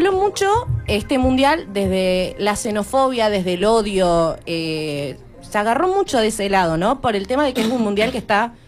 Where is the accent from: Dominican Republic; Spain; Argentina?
Argentina; seguimos orgullosamente siendo argentinos.